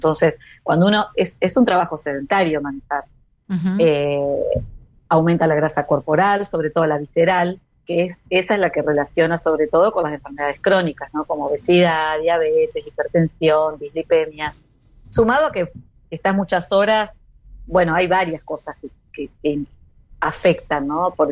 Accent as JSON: {"language": "Spanish", "region": "Entre Ríos", "country": "Argentina", "said": "yo soy de Entre Ríos"}